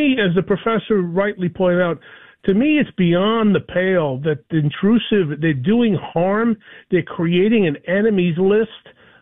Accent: Staten Island, New York, United States; in the home I grew up in South Beach and Staten Island, and me.

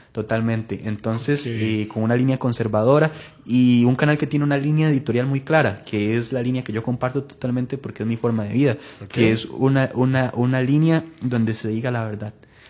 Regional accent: Heredia, Costa Rica; yo soy oriundo de Heredia. Yo nací en Heredia.

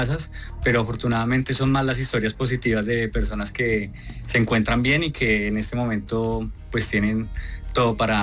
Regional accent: Bogotá, Colombia; now in Pereira, Colombia; Pues yo originalmente soy de Bogotá, pero hace muchos años que vivo acá.

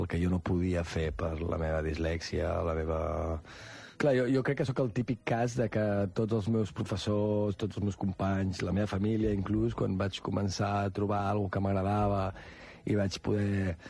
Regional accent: Verges, Catalonia, Spain; born or raised there

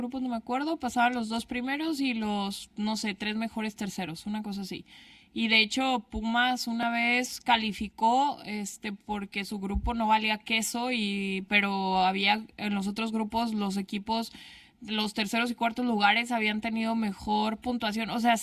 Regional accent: Mexico; born there; no, yo sí soy mexicana, mi familia es la española, pero yo nací aquí.

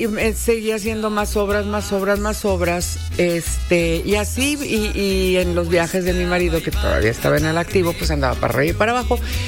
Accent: Monterrey, Nuevo León, Mexico; moved away as an adult; now in Mexico City, Mexico; De repente que dejo de venir a Monterrey porque trato de estar seguido aquí en mi tierra. Sí, me dicen, ay, ya vienes hablando como chilanga.

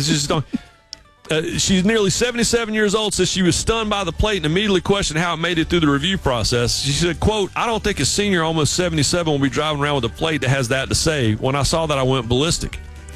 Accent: Shelby, North Carolina, United States; now in Charlotte, United States; it wasn't that way when I was a kid. But back then, growing up in the Carolinas

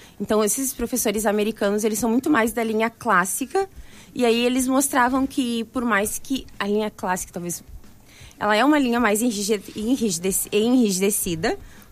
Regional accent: Porto Alegre, Rio Grande do Sul, Brazil; Não, eu curso Asufísio perto de casa, que eu sou de Porto Alegre.

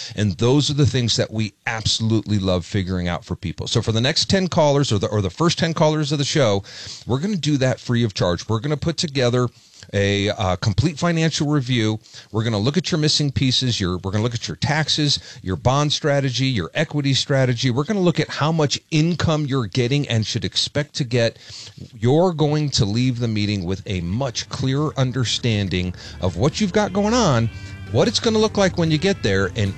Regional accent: Michigan, United States; Brian and I happen to both be from Michigan, even though we met in Colorado, we're both from Michigan. So we use a lot of Midwestern terms

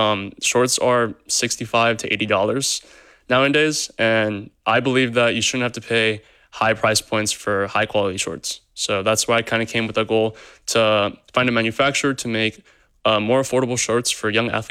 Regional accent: Sacramento, California, United States; I'm from Sacramento, California

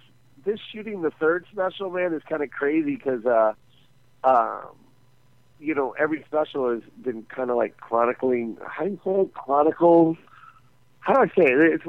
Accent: Las Vegas, Nevada, United States; that's my hometown, too

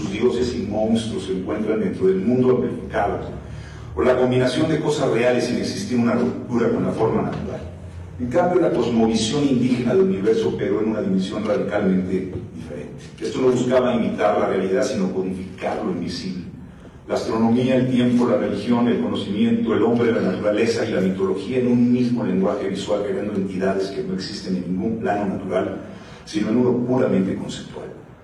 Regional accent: Mexico; Porque todos los mexicanos que trabajamos en las artes visuales somos privilegiados y herederos de una cultura milenaria

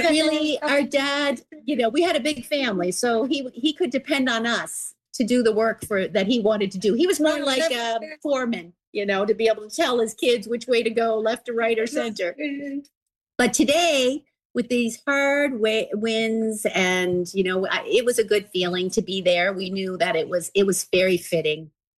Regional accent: Cape Breton, Nova Scotia, Canada; I grew up here in Cape Breton

